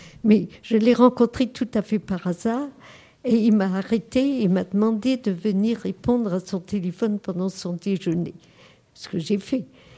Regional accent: Metz, Grand Est, France; je suis de Metz et je parle l'allemand couramment.

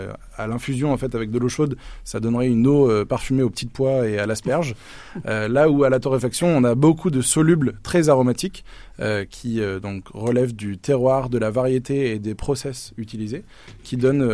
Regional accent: La Rochelle, Nouvelle-Aquitaine, France; Je viens de La Rochelle.

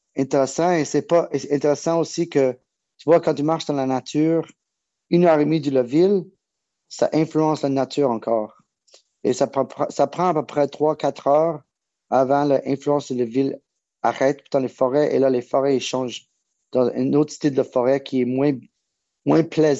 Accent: Canada; also born or lived in California; J'ai pas de mémoire, fait que c'est difficile de dire que je suis américain. C'est un peu bizarre pour moi parce que j'étais grandi au Canada.

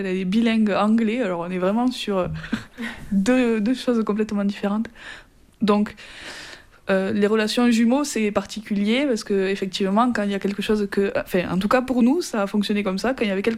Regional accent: Puylaurens, Occitanie, France; also born or lived in Toulouse; on a aménagé avec ma mère à Puylaurens, et donc depuis mes 4 ans, j'ai grandi et vécu à Puylaurens, et je reviens très régulièrement ici aussi, depuis que j'ai commencé à travailler à Toulouse

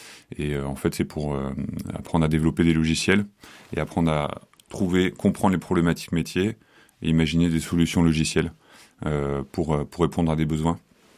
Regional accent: Nouvelle-Aquitaine, France; moved away as an adult; also born or lived in Bordeaux / Marseille; moi je suis béarnais d'origine, j'ai grandi entre Pau et Bayonne. J'ai fait donc mes études là-bas. Ensuite, j'étais au lycée à côté de Bordeaux, dans un internat à la Sauque

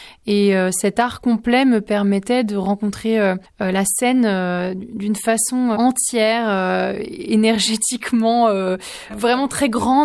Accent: Dijon, Bourgogne-Franche-Comté, France; moved away as an adult; now in Paris, France; je viens de Dijon, ma ville chérie, qui est une très belle ville.

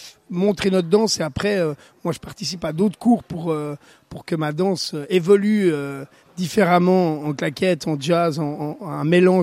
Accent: Switzerland; je suis suisse

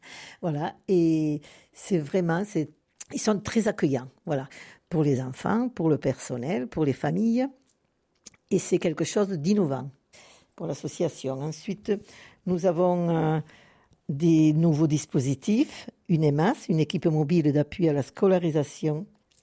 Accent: La Roque-de-Fa, Occitanie, France; commencé au foyer ESAT à la Roque-de-Fa en tant que cuisinière. Je suis de là

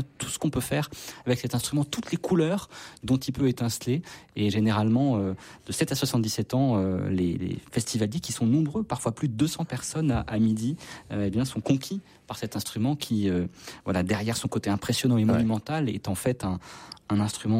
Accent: Auvergne-Rhône-Alpes, France; J'ai une partie de ma famille qui vient du plateau de Manzé, mais pour moi je suis plutôt du Bourbonnais

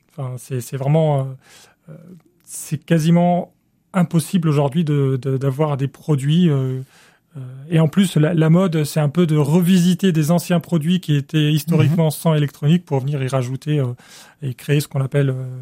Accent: Cairo, Cairo Governorate, Egypt; Pour me présenter très vite, j'ai grandi en Égypte, au Caire.

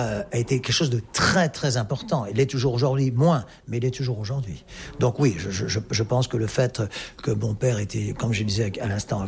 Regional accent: France; born there; je suis né en France, de mère néerlandaise

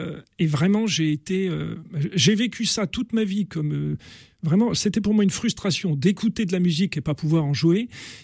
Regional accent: Rennes, Brittany, France; moved away as an adult; now in Saint-Nazaire, France; Oui, je suis né à Rennes, mais j'ai passé toute ma carrière professionnelle sur Saint-Nazaire.

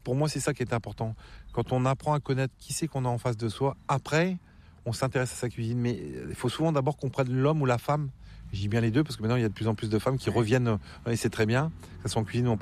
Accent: Plomodiern, Brittany, France; on est dans la pointe Finistère, exactement à l'entrée de la presqu'île de Crozon, dans mon village natal qui s'appelle Plomedierne.

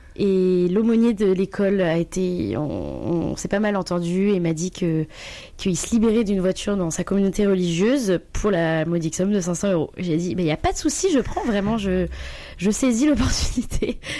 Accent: northern France, France; surtout que je viens encore une fois du Nord

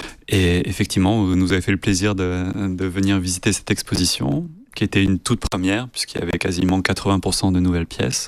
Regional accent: Volvic, Auvergne-Rhône-Alpes, France; je suis né en Auvergne, à Volvic. Et c'est vrai que je suis donc né très, très, très loin de la mer

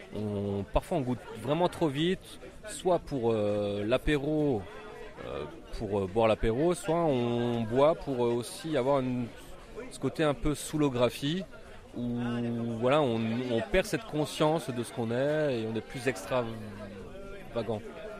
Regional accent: Grand Est, France; accent: Alsatian; je suis alsacien, peut-être ça s'entend

